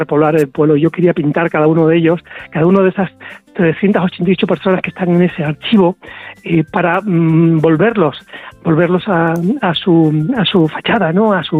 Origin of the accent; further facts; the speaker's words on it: Mogarraz, Castile and León, Spain; born there; Yo nací en Mograz en 1962.